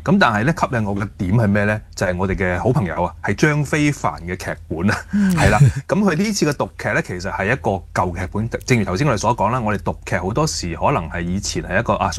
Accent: Hong Kong; 我哋香港人好關心嘅一樣嘢

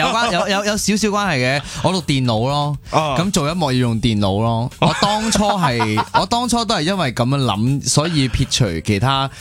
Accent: Macau; moved away as an adult; now in Hong Kong; 原来我发现我系嚟自澳门，系我系嚟自澳门，我系大学先嚟香港读书嘅。

